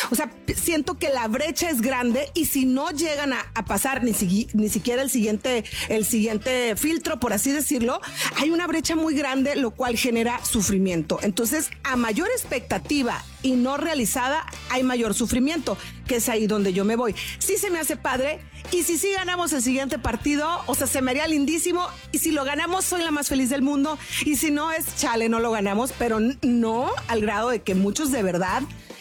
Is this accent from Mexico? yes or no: yes; Mexico; hoy todos estamos unidos como mexicanos y como país